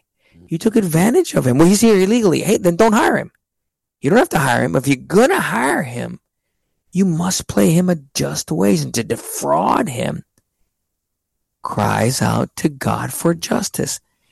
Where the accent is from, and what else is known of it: Texas, United States; moved away as an adult; also born or lived in New York